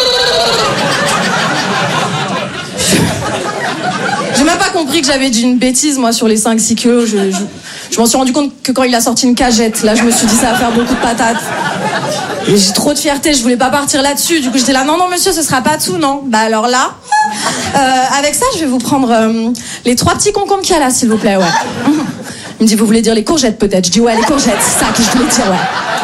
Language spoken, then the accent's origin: French; Paris, Île-de-France, France; moi je viens de Paris. J'essaye de jouer un peu dans plein de villes en France.